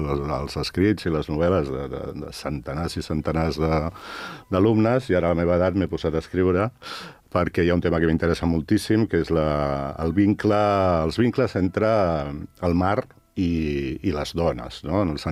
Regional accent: Mataró, Catalonia, Spain; born there; jo vaig néixer vora mar, a Mataró, que era un mar molt particular, perquè era un mar ple de residus de la indústria tèxtil de Mataró

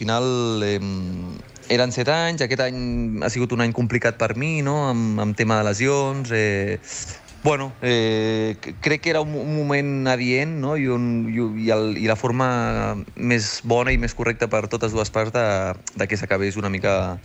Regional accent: L'Hospitalet de Llobregat, Catalonia, Spain; nascut a Hospitalet i bueno, ja et dic, vaig jugar de fet al Coll Blanc Torrassa i a Hospitalet fins als 11-12 anys i m'he format una mica a Hospitalet

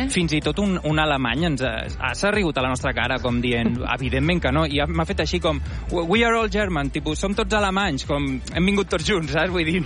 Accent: Barcelona, Catalonia, Spain; Jo com a bon barceloní tinc una mica de fòbia a la Barceloneta

